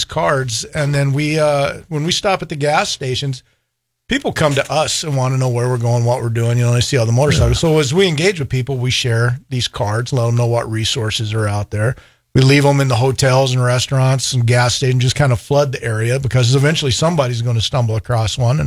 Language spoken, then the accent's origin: English; Texas, United States; I grew up in Texas, and so there's a lot of yes ma'am, yes sirs, all that stuff.